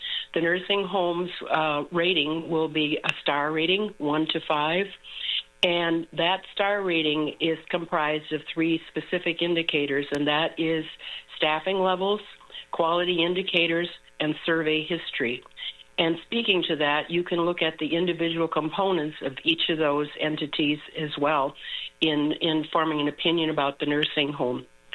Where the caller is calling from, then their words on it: Madison, United States; I am a retired registered nurse living in Madison